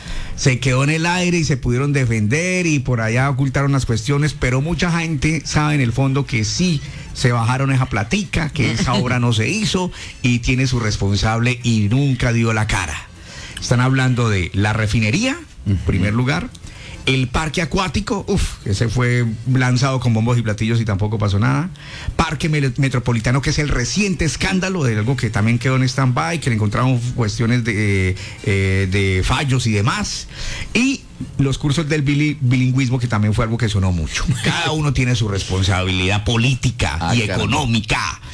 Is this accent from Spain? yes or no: no; Antioquia, Colombia; moved away; como dicen en mi tierra paisa